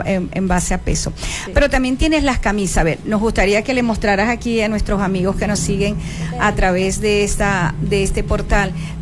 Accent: Venezuela

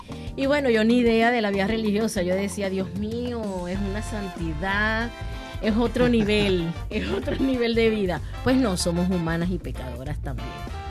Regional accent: Punto Fijo, Falcón, Venezuela; also born or lived in Maracaibo; yo nací en Maracaibo. Luego me criaron más tiempo en Punto Fijo, Estado Falcón. Total que de casi que paraguanera, falconiana.

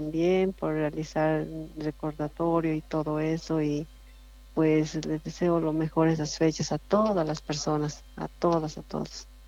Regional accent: Llallagua, Potosí, Bolivia; now in La Paz, Bolivia; Y he crecido aquí, yo soy hija minera.

